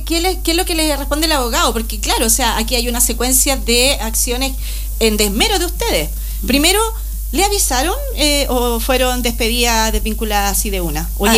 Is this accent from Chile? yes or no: yes; Chile; como trabajador chileno tenemos la Inspección de Trabajo que debe velar por nosotros